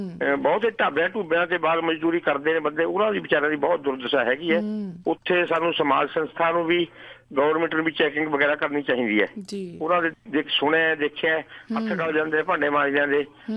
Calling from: Punjab, India; ਪਿੰਡ ਬੌੜਾ ਖੁਰਦ ਨੇੜੇ ਨਾਭਾ।

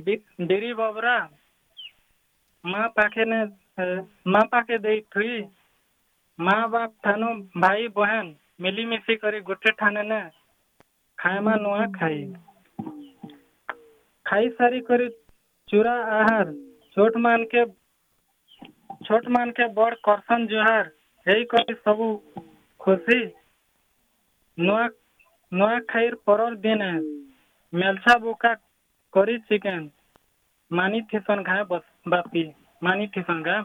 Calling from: Ludinathpur, Odisha, India

